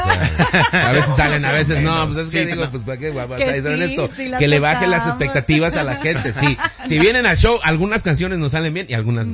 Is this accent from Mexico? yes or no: yes; Mexico City, Mexico; uno pues aquí, como mexicano, yo soy de acá de la Ciudad de México